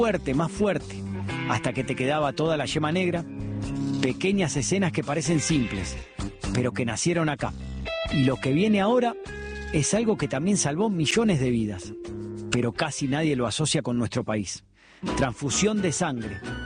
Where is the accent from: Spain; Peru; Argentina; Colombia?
Argentina